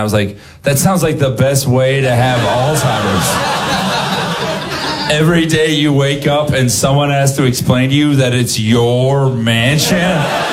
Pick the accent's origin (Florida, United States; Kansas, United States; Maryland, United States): Florida, United States; I'm from Florida. That's where I'm from, and that's what it deserves.